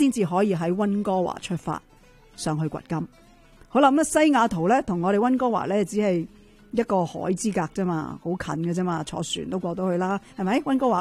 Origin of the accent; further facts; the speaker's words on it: Canada; 我哋加拿大温哥华咧